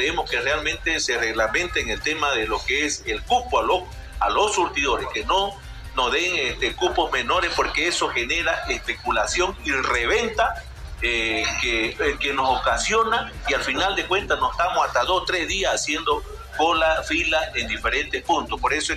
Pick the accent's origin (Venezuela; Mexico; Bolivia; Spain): Bolivia; nosotros también somos bolivianos y tenemos el derecho.